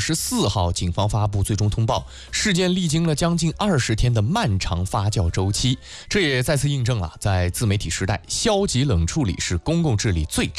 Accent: Kunming, Yunnan, China; 在我的家乡云南昆明啊

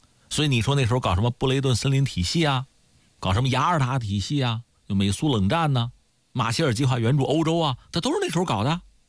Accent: China; 我们中国人

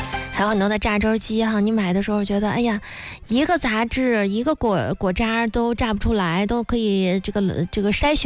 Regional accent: China; 我们中国人的饮食习惯是以炒菜为主哈。

